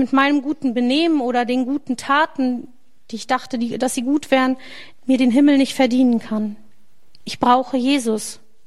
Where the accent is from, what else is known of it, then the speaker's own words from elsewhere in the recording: Neuwied, Rhineland-Palatinate, Germany; born there; Ich bin in Neuwied geboren, das ist im Rheinland, und meine Eltern sind Christen.